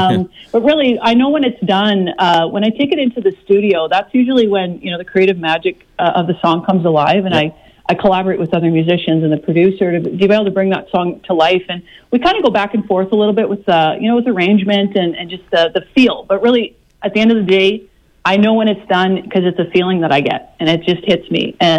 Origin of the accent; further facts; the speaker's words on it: Saskatchewan, Canada; I was a country girl, part of prairie girl. I grew up actually in the southwest corner of Saskatchewan near a town called Lancer.